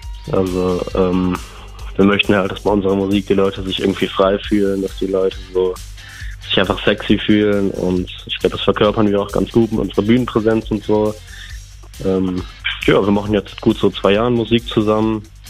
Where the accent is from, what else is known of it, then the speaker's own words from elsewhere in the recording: Krefeld, North Rhine-Westphalia, Germany; wir kommen aus Krefeld